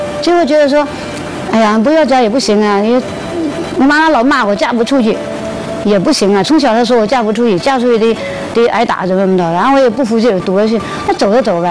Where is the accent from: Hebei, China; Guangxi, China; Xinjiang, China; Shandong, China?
Guangxi, China; Liuzhou; 来自于广西柳州陆家县一个偏僻小农村，今年50岁。